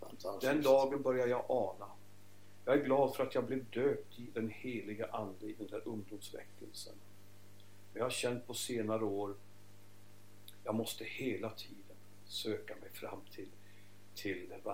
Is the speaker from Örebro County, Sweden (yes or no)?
yes; Örebro County, Sweden; Närke. Det här är min hembygd. Vi sitter här i Närke nu, mina hembygder.